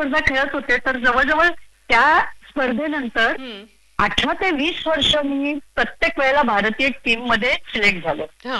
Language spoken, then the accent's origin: Marathi; Sangli, Maharashtra, India; मी मुळची सांगलीची बर का